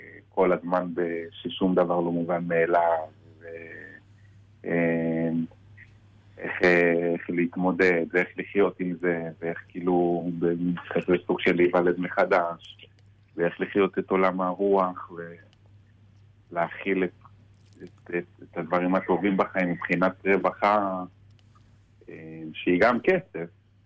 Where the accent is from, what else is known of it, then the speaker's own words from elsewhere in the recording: Holon, Tel Aviv District, Israel; also born or lived in Netanya / Jaffa; now in Or Yehuda, Israel; אני מרכזניק. גדלתי בחולון. כל הניעורים שלי זה חולון, יפו, ועכשיו אני באור יהודה. ואני קצת יש לי מגיעות של נתניה, כי נולדתי שם